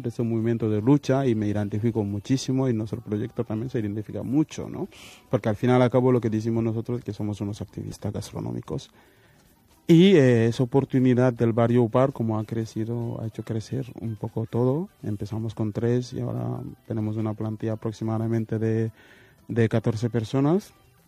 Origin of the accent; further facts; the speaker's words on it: Casamance, Senegal; Catalan is a second language; Jo soc del Casamàs.